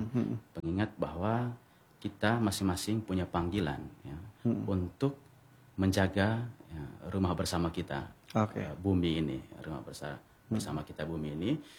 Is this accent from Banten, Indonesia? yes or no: no; Manggarai, East Nusa Tenggara, Indonesia; kita orang Manggarai melihat alam itu sebagai ya ibu